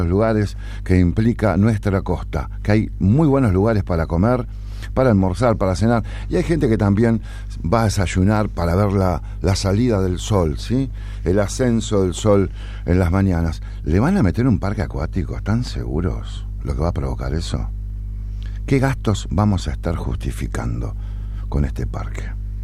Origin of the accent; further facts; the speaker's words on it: Rosario, Santa Fe, Argentina; soy ciudadano de Rosario